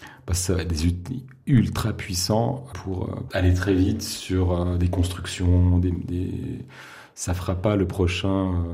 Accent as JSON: {"language": "French", "country": "Switzerland", "said": "Oui, mais on est suisse et on ne pèse rien."}